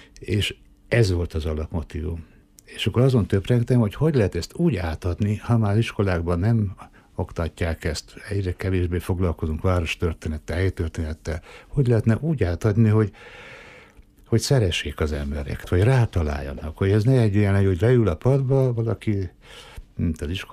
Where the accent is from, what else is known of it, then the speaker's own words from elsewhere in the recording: Miskolc, Borsod-Abaúj-Zemplén, Hungary; igen, én büszke miskolci vagyok. Én tényleg.